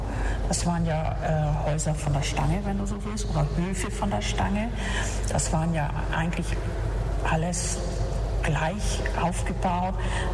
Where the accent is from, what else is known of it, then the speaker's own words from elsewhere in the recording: Alkersum, Schleswig-Holstein, Germany; Aber meine Schwestern und ich, wir sind ja auf dem Hof geboren, wenn du so willst, oder groß geworden. Und wir haben so nie zum Dorf Alkersum dazugehört.